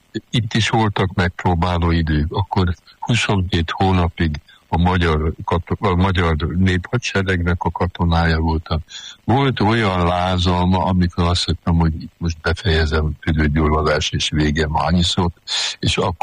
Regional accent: Sopron, Győr-Moson-Sopron, Hungary; És akkor nézd, hát most soproni vagyok

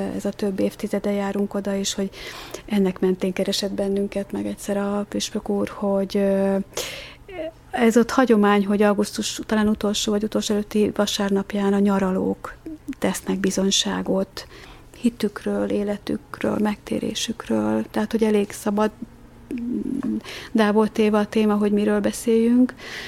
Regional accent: Tolna, Hungary; én katolikusként lettem megkeresztelve. Ez egy olyan Tolna megyei részről származom, ahol a svábok katolikusok voltak

